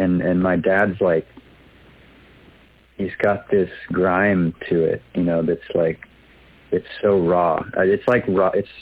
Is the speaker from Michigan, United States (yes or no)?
no; Austin, Texas, United States; born there; now in Los Angeles, United States; Yeah, I was born in Austin, at Austin Hospital.